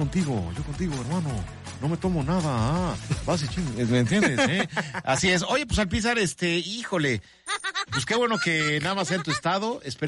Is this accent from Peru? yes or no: no; Mexico; Somos mexicanos, mi querido Alpizar, y se las ingenia uno.